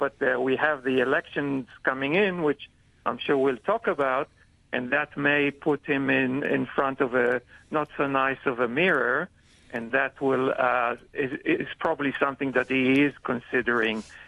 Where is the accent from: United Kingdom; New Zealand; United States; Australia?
Australia; I'm from Australia. In Australia, we have to vote, and we have a very high percentage of voters as a result.